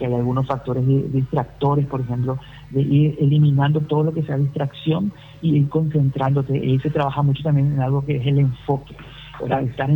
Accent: Paraguay

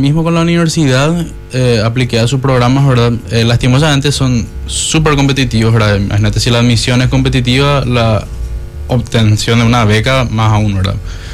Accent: Luque, Central, Paraguay; Yo soy de Luque, por cierto

